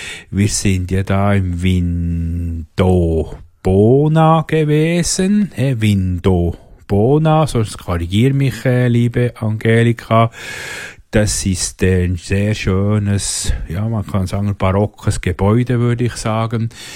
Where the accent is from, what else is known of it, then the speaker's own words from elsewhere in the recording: Switzerland; ich verstehe einfach nicht, warum man auch bei uns in der Schweiz so wirklich verdammt umständlich tut